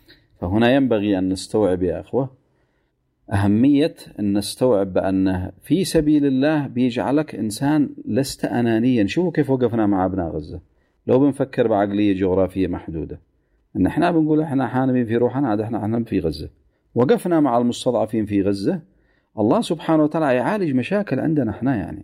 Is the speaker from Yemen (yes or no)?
yes; Yemen; كنا كيمنيين مجهولين حتى عند أنفسنا